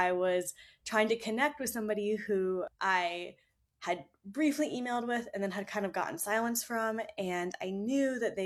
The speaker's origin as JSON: {"language": "English", "region": "Texas", "country": "United States", "said": "My most recent reporting happened in my home state of Texas."}